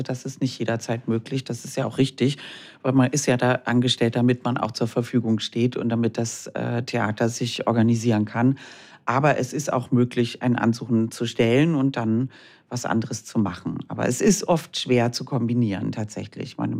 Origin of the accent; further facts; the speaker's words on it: Germany; Wir haben in meiner Kindheit viel in Österreich Urlaub gemacht, wie Deutsche das so machen, in St. Oswald in der Nähe von Krems.